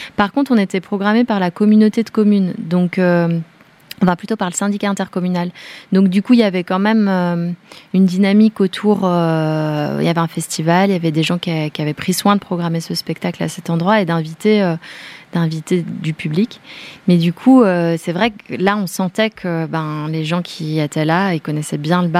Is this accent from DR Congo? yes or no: no; Bourgogne-Franche-Comté, France; Nous, on vient de là, c'est le Haut-Jura, nous on vient du Jura.